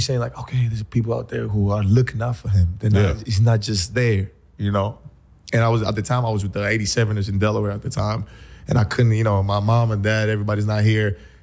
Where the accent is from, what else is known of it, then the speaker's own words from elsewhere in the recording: Greece; moved away; we come from Greece. So Greece is like 11 million people. Like, in Greece is not really that far apart in places. So just me being in Delaware